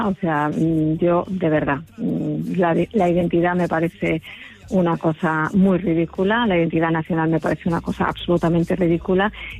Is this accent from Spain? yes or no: yes; Spain; born there; Para mí ser español es como ser inglés, ser suizo, o sea, es un puro accidente. Yo he nacido en España y no me siento especialmente de ninguna manera.